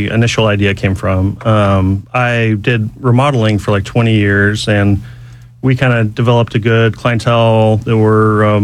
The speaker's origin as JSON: {"language": "English", "town": "Atlanta", "region": "Georgia", "country": "United States", "tie": "born or raised there", "said": "This area, actually."}